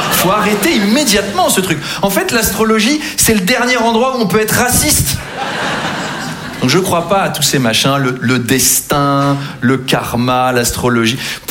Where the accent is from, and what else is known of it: Versailles, Île-de-France, France; born or raised there